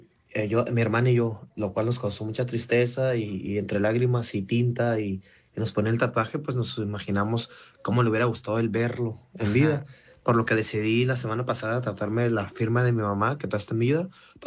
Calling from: Tijuana, Baja California, Mexico; de Tijuana, San Diego.

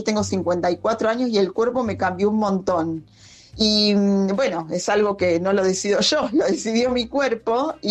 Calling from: Temperley, Buenos Aires Province, Argentina; de Temperley. Vos sabés que yo nunca tuve problemas con mi propia imagen, pero últimamente tuve un cambio corporal a causa de la menopausia. Yo tengo 54 años

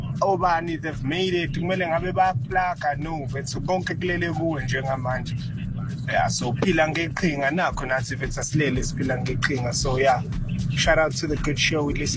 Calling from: Bloemfontein, Free State, South Africa; Oh, my brother, Sapta. … all the way from Bloemfontein

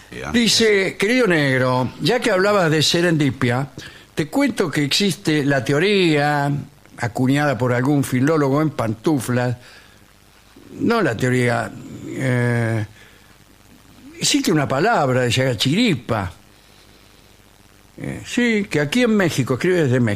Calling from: Castelar, Buenos Aires Province, Argentina; de Castelar.

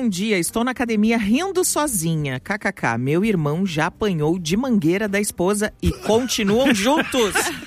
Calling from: Gravataí, Rio Grande do Sul, Brazil; sou de Gravataí e trabalho como motorista de aplicativo.

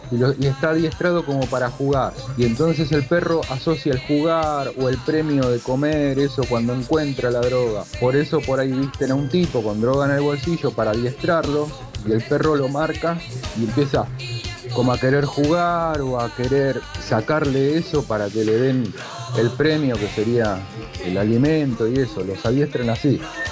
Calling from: La Plata, Buenos Aires Province, Argentina; de La Plata.

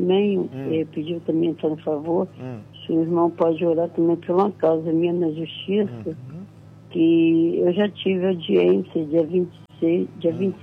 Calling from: Itaboraí, Rio de Janeiro, Brazil; Eu falo de Itambi, Itamboraí.

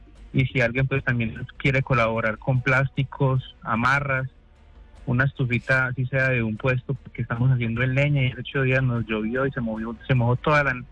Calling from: Apía, Risaralda, Colombia; Yo estoy en Apía Risaralda.

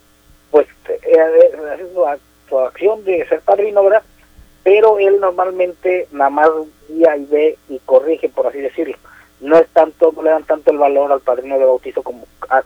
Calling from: Puebla, Mexico; yo soy del estado de Puebla.

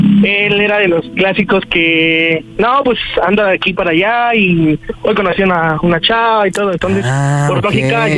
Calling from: Ixtapaluca, State of Mexico, Mexico; soy de Ixtapaluca, en el Estado de México, y tengo 26 años.

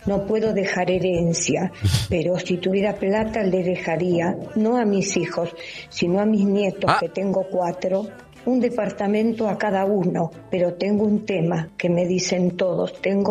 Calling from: Buenos Aires, Argentina; de Paternal. Soy una jubilada de 84 años

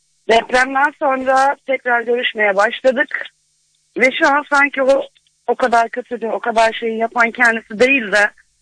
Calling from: Osmaniye, Turkey; Osmaniye'den arıyorum.

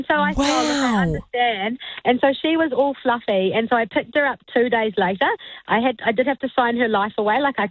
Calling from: Wellington, New Zealand; We're down in Wellington.

